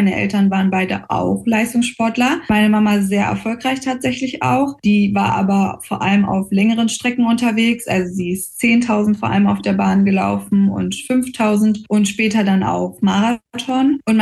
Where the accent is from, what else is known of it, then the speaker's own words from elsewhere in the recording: Berlin, Germany; moved away as an adult; also born or lived in Brandenburg; now in Frankfurt, Germany; Also ich komme gebürtig aus Berlin, muss man dazu sagen, und habe bis zu meinem 21. Geburtstag in Berlin auch gewohnt und bin dann erst quasi nach Frankfurt gezogen und dort natürlich auch in die Schule gegangen.